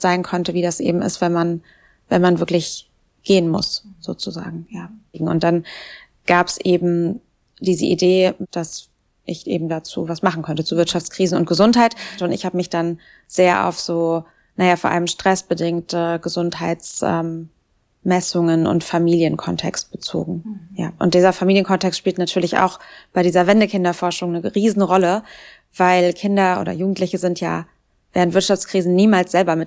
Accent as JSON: {"language": "German", "region": "North Rhine-Westphalia", "country": "Germany", "tie": "born or raised there", "said": "Also es war nicht mal so, dass ich den Ort nicht mochte, wo ich aufgewachsen bin oder da keine Wurzeln hatte, aber irgendwie gab es für mich so keine Zukunft dort."}